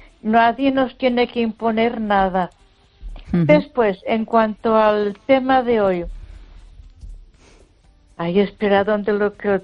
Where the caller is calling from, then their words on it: Ponferrada, Castile and León, Spain; Ahora soy … de Ponferrada.